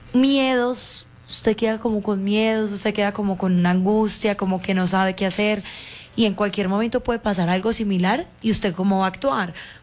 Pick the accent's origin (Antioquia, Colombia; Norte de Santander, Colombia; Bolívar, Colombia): Antioquia, Colombia; Entrerríos; Nosotros somos de Entre Ríos, Antioquia.